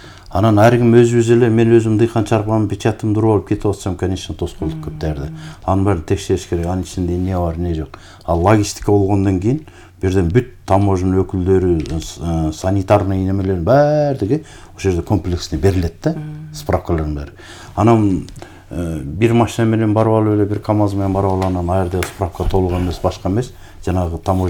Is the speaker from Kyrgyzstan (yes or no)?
yes; Talas Region, Kyrgyzstan; Мына биздин мына Таласта, менин төрөлүп өскөн жерим Талас болгондо фасоль бар.